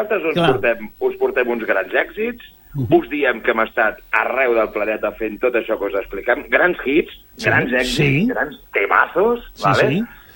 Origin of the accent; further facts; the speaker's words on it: Sant Boi de Llobregat, Catalonia, Spain; la ràdio del meu poble natal